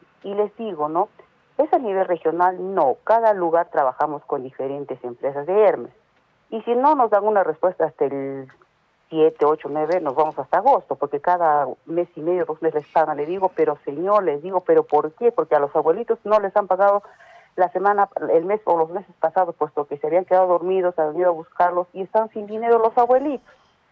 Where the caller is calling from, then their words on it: Arequipa, Peru; yo vivo en Pau Carpata.